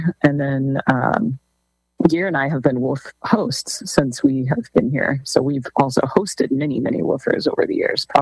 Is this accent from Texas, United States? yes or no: yes; Odessa, Texas, United States; moved away as an adult; now in Menard, United States; No, I grew up in Odessa in, okay. in the real oil country.